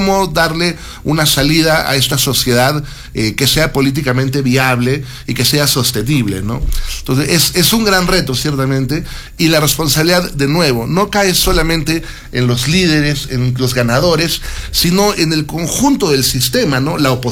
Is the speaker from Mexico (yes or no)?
no; Peru; nos acostumbremos como peruanos